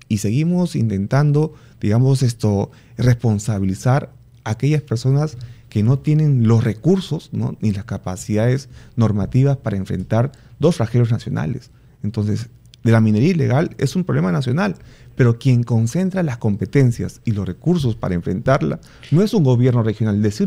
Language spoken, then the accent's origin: Spanish; Peru; Y ahí tenemos que apuntar como partido político y como peruanos, ¿no?